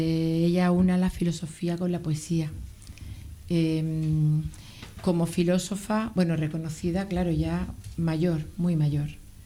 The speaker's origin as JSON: {"language": "Spanish", "town": "Vélez-Málaga", "region": "Andalusia", "country": "Spain", "said": "Yo soy del pueblo de María Zambrano, de Belén, Málaga."}